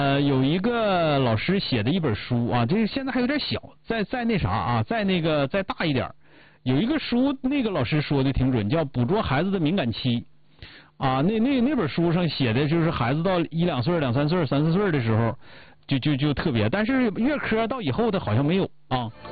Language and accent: Chinese; Northeast China, China; 反正我看着是咱们东北人，反正都粗了点，不像人家那么细致啊